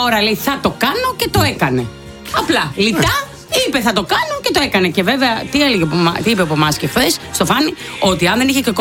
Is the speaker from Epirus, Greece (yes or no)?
no; Nea Smyrni, Attica, Greece; επειδή είμαι γέννημα θρέμα νέο Μουρνιώτησα